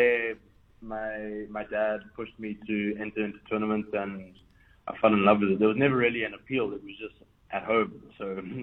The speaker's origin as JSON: {"language": "English", "country": "South Africa", "said": "as a South African squash player"}